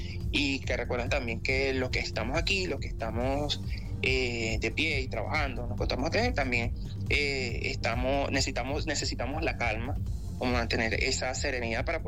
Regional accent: Venezuela; esa hermandad que nos caracteriza como venezolanos

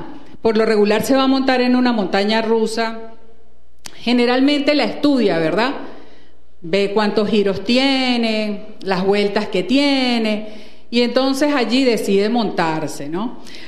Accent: Venezuela

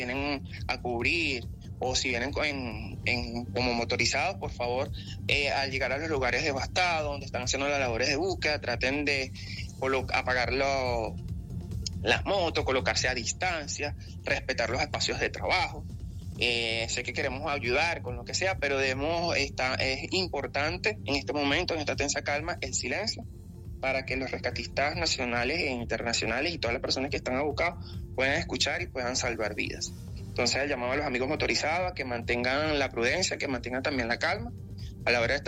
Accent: Venezuela; esa hermandad que nos caracteriza como venezolanos, y que dentro de todo las personas siguen bajando, siguen colaborando y siguen prestando esa mano amiga o ese apoyo que nos caracteriza como venezolanos.

